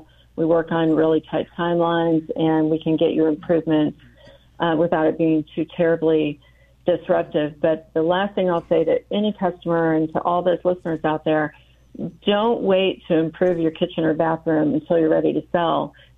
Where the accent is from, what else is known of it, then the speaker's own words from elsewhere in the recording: Petersburg, Illinois, United States; now in Springfield, United States; I grew up in Petersburg.